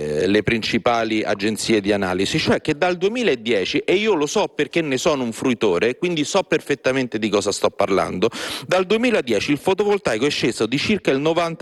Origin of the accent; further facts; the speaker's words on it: Rome, Lazio, Italy; Io sono romano